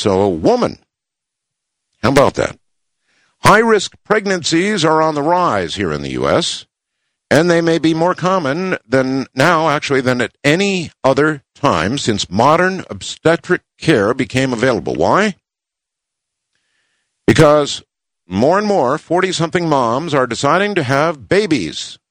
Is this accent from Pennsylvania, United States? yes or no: no; Mexico, New York, United States; My hometown of Mexico, New York, has about 72 inches of snow.